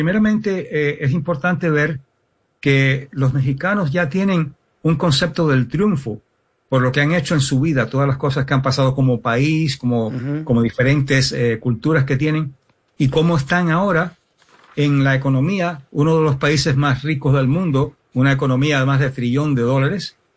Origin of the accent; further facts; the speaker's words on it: Miami, Florida, United States; Y un ejemplo, yo me crié en Miami.